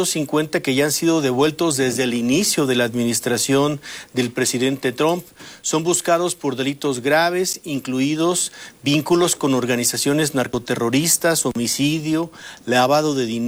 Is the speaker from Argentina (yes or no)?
no; Mexico; tampoco tengo doble nacionalidad. Entonces, yo solamente soy mexicano.